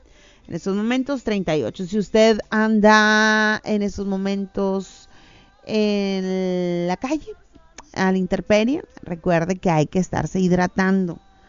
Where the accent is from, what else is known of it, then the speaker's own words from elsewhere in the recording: Piedras Negras, Coahuila, Mexico; somos de aquí de Piedras Negras